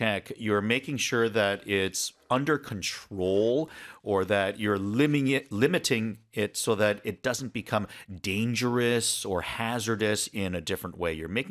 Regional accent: Canada; now in South Korea; growing up in Canada

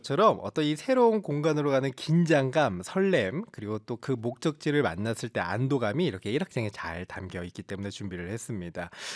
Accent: Seongnam, Gyeonggi Province, South Korea; also born or lived in Seoul; 그 이제 저 성남 출신이거든요. 경기도

